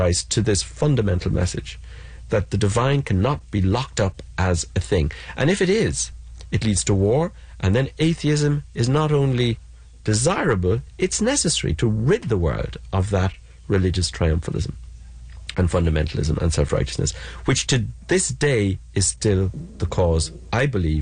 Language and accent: English; Ireland; I grew up in Ireland